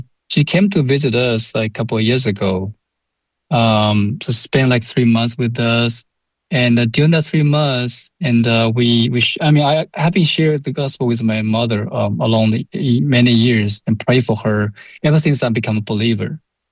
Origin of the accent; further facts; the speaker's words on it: China; English is a second language; Actually, I grew up in China, a small village in north, middle part of China.